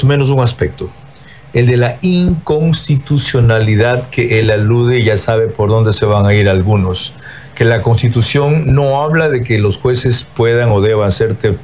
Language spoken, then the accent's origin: Spanish; Bahía de Caráquez, Manabí, Ecuador; también en mi tierra, Bahía de Caracas